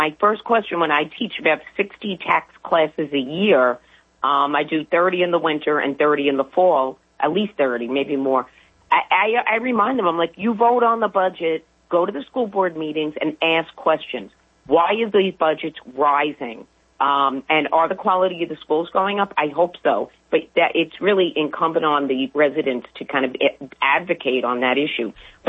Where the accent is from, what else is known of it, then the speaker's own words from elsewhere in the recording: New York City, New York, United States; now in Nassau County, United States; I grew up in the city. I grew up in Middle Village, Queens. So when I moved to Nassau